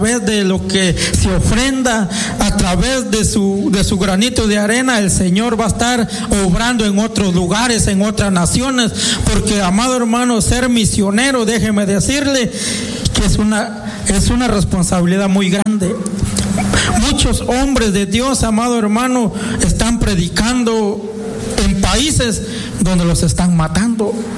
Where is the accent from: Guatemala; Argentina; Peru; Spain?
Guatemala; San Marcos; now in Lake Forest, United States; Yo soy de Guatemala, desde el departamento de San Marcos